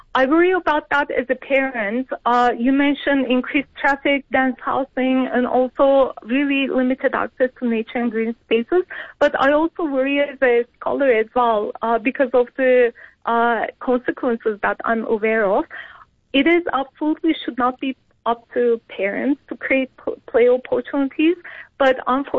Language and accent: English; Istanbul, Turkey; now in Canada; I'm originally from Istanbul. I immigrated to Canada.